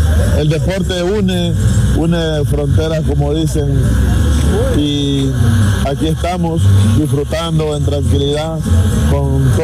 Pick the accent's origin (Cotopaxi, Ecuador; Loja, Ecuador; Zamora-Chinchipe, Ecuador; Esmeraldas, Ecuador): Esmeraldas, Ecuador; Tonchigüe; la gente de mi pueblo, Tonsigüe